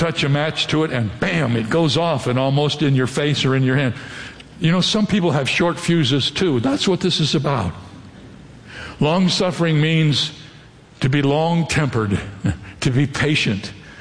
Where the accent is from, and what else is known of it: Ohio, United States; born or raised there